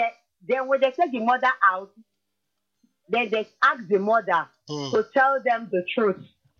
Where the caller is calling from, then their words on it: Ilasa, Nigeria; calling from Ilasa.